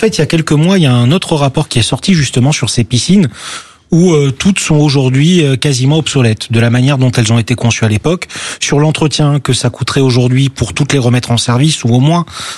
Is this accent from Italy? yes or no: no; Marseille, Provence-Alpes-Côte d'Azur, France; je suis Marseillais.